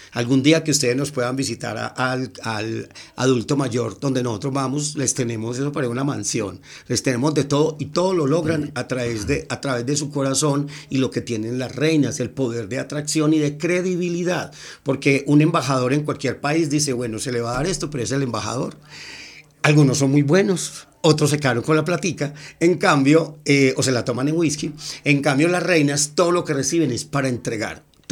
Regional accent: Medellín, Antioquia, Colombia; born there; also born or lived in Yarumal; Yo nací en Medellín, pero amo Yarumal.

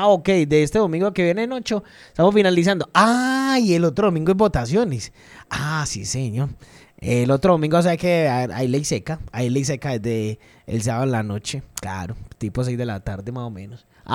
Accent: Colombia; Aunque como todo colombiano, lo que nos prohíbe más nos gusta.

